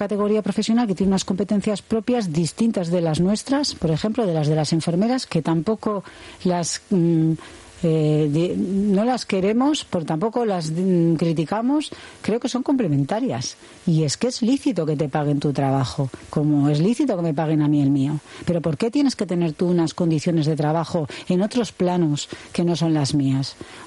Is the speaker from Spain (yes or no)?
yes; Basque Country, Spain